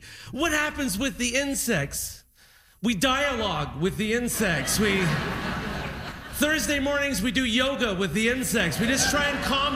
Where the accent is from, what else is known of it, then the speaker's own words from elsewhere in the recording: Niagara-on-the-Lake, Ontario, Canada; Thank you, Niagara-on-the-Lake, my hometown.